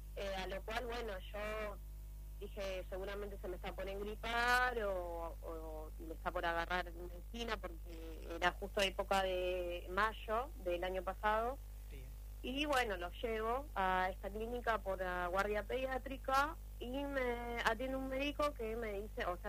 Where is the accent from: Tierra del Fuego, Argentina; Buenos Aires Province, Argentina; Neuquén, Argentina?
Buenos Aires Province, Argentina; González Catán; yo soy de González Catán, tengo hospitales acá